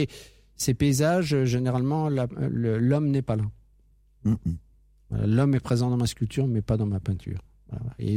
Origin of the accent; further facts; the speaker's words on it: Paris, Île-de-France, France; moved away as an adult; now in Argenton-sur-Creuse, France; Moi, je suis né à Paris... Je suis un parigot.